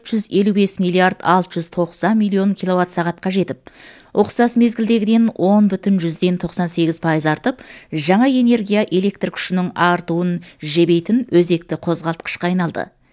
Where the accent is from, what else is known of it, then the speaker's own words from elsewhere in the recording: Hotan, Xinjiang, China; Өзім Хотанның төл тумасымын. Кезінде Дашөні басқа жерден оқығанмын. Қазір қайтып келіп оқытушы болдым.